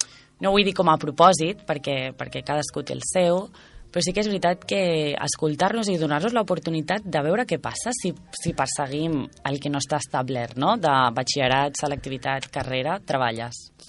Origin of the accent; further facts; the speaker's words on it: Sant Quirze del Vallès, Catalonia, Spain; Jo soc de les Fonts de Sant Quirze i realment no, allà a les Fonts és un barri molt petit.